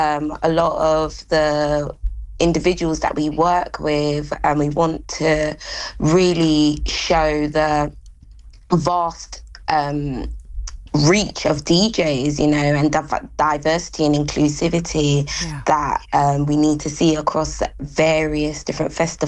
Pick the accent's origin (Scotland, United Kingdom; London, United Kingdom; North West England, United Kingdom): London, United Kingdom; we're all from South London, Peckham.